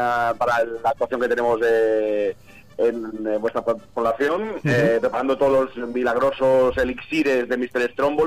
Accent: Santa Coloma de Gramenet, Catalonia, Spain; Pues mira, nosotros somos de Santa Coloma de Gramenet, que es una población que está muy pegadita a Barcelona

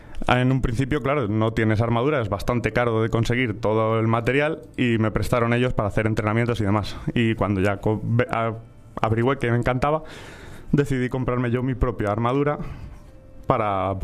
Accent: Uclés, Castilla-La Mancha, Spain; yo me he criado gran parte de mi infancia en Uclés, al lado de un castillo

